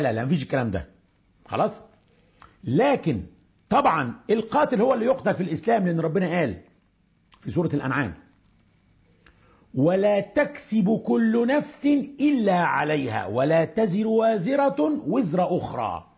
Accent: Upper Egypt, Egypt

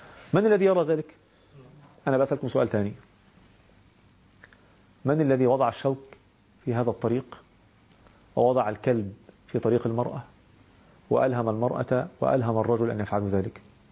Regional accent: Egypt; احنا بنسميه عندنا في مصر

